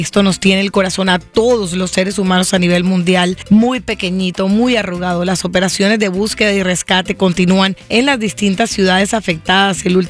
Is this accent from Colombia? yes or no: yes; Colombia; Voy a ponerle los aplausos a mi tierra, Colombia.